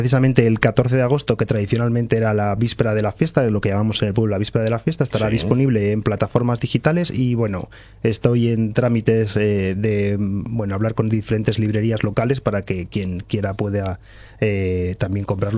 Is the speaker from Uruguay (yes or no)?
no; Spain; mi pueblo, en los años 90 se cerró la escuela. Yo fui uno de esos últimos chavales que fueron a la escuela en Babón